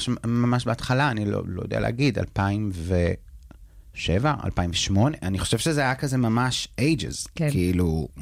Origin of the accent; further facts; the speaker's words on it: Tirat Carmel, Haifa District, Israel; now in Tel Aviv, Israel; אני במקור מטירת הכרמל, כדי לצאת מהפריפריה ולעשות את מה שאני רוצה לעשות, ולהתעסק בתחום הזה שאני כל כך אוהב, אני חייב לעבור לתל אביב.